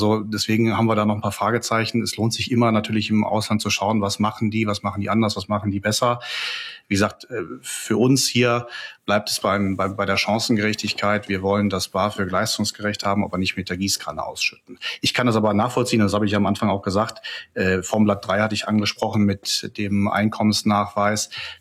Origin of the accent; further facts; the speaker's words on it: North Rhine-Westphalia, Germany; für ganz Ostwestfalen-Lippe, meine Heimatregion